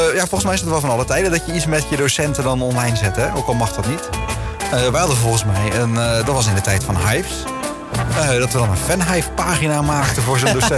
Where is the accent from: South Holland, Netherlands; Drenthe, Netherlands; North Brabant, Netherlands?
South Holland, Netherlands; Papendrecht; omdat ik uit Papendrecht kom.